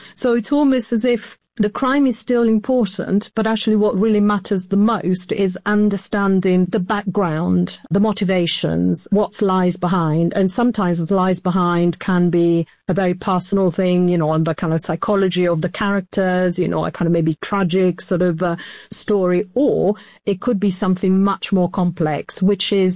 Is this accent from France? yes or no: yes; France; I'm from France.